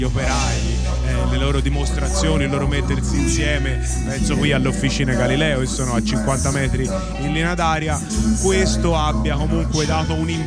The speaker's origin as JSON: {"language": "Italian", "town": "Florence", "region": "Tuscany", "country": "Italy", "tie": "born or raised there", "said": "lo dico da persona che non è di Rifredi, sono di Novoli"}